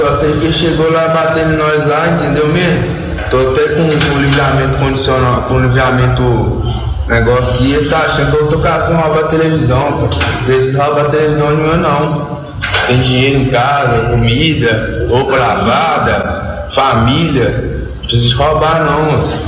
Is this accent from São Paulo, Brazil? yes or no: no; Belo Oriente, Minas Gerais, Brazil; Não, eu sou de Belo Oriente.